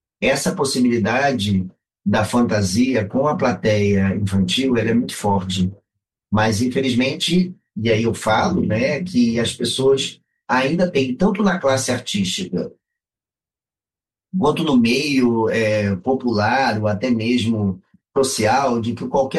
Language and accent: Portuguese; Rio de Janeiro, Brazil; born or raised there; also born or lived in Alegrete, Rio Grande do Sul / northern Brazil